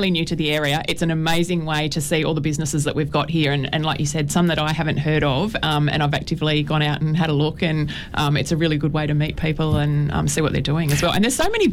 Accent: Tasmania, Australia; moved away; I'm actually from Tassie

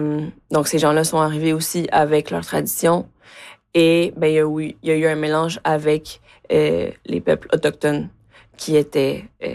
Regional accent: Quebec, Canada; French is a second language; also born or lived in Mexico; Je suis née au Mexique. Je suis arrivée au Québec à 9 ans. Je parlais pas un mot de français. Je suis allée en classe d'accueil. J'ai fait mon adolescence au Québec.

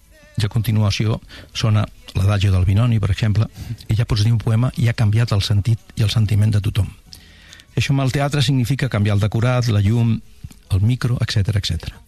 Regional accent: Barcelona, Catalonia, Spain; Recordo que al meu barri, a Sant Gervasi, hi havia un alcalde d'aquell moment

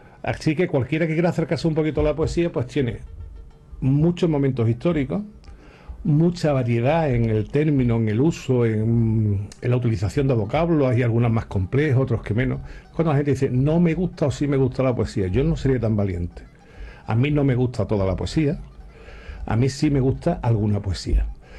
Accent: Andalusia, Spain; Nosotros, como andaluces que somos y donde vivimos, tenemos la suerte de que nuestra tierra sea una tierra de grandes poetas.

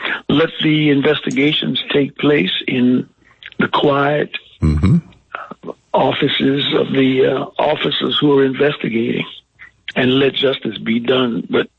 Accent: Opelousas, Louisiana, United States; It's in my hometown of Opelousas. Is about has about one third the population that it had when I was a little boy.

